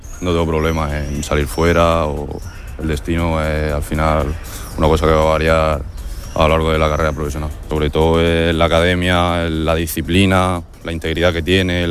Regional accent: Cabezo de Torres, Region of Murcia, Spain; Yo vengo del Cabeza de Torres, vengo de un pueblo

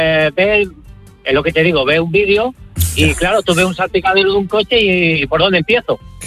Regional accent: Castelldefels, Catalonia, Spain; Yo en mi caso puedo entrar en mi pueblo, que es Castelldefels, y puedo entrar en el pueblo, en la ciudad donde trabajo, que es Badalona

